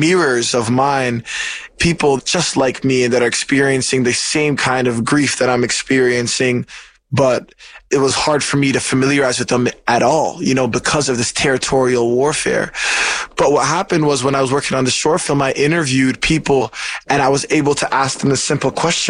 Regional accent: Toronto, Ontario, Canada; I was raised in Regent Park. It's the first and largest housing project in Canada. It's right at the center of downtown Toronto

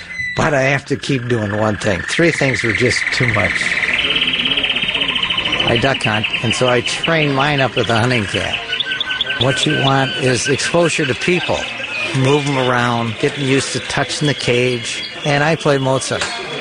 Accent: Saginaw, Michigan, United States; I'm from Saginaw, Michigan.

